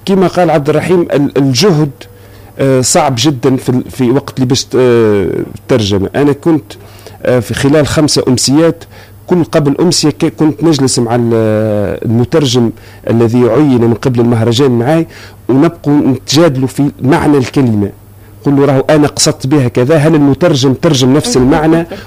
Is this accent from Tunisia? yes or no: yes; Tunisia; اللي يفرحوا انك من تونس